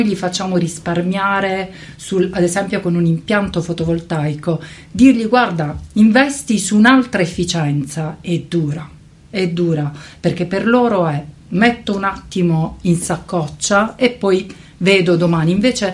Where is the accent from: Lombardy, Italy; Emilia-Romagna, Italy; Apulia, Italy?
Apulia, Italy; soprattutto in Puglia, perché noi siamo pugliesi, però lavoriamo in tutto il territorio italiano.